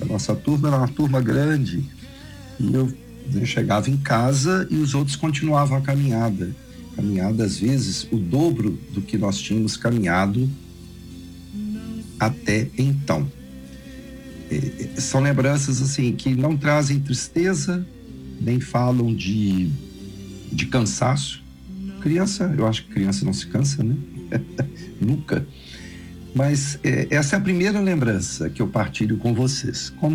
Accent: Piau, Minas Gerais, Brazil; Todos vocês sabem que eu sou de Piau. Piau, a grande cidade de Piau.

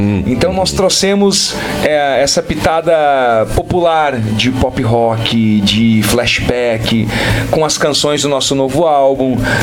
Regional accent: Rio Grande do Sul, Brazil; somos gaúchos.

